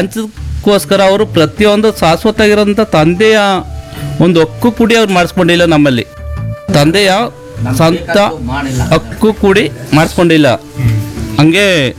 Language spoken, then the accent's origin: Kannada; Golur, Karnataka, India; born there; ಆದರೆ ನಾನು ಇವಾಗ 1980 ಜನನಾಗಿರ್ಬೋದು.